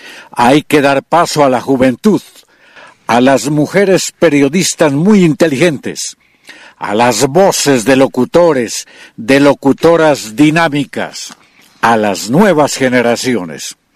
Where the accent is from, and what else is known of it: Gualmatán, Nariño, Colombia